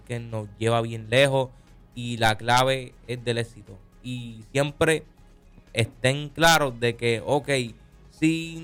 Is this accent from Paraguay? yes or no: no; Luquillo, Puerto Rico; También un fuerte abrazo al alcalde Joey Meléndez y a Jesús Yerimar, que es de mi pueblo de Luquillo.